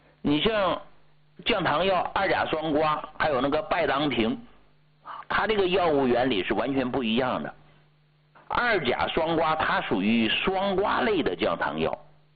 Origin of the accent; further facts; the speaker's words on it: Hegang, Heilongjiang, China; born there; 我到啥时候我都知道我是从农村出来的，对吧？农村老家，我的出生地就是黑龙江鹤岗市